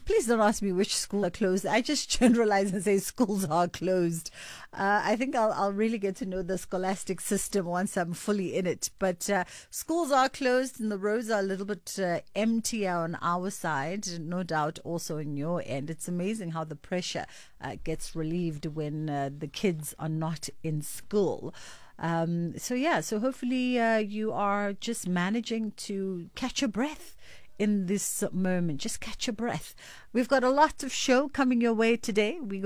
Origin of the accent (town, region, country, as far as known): South Africa